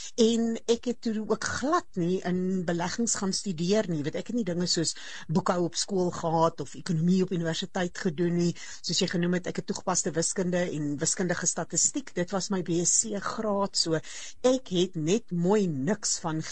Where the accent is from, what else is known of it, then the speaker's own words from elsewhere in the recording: Centurion, Gauteng, South Africa; moved away as an adult; also born or lived in Pretoria / Stellenbosch; now in Johannesburg, South Africa; net om die draai van waar ek groot geword het in Verwoordburg, nou Centurion.